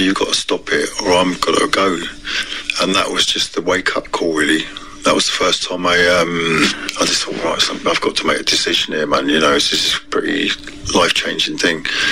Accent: England, United Kingdom; Being an English pisshead

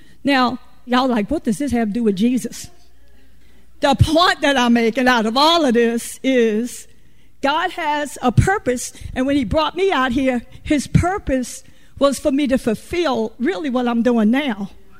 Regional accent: Virginia, United States

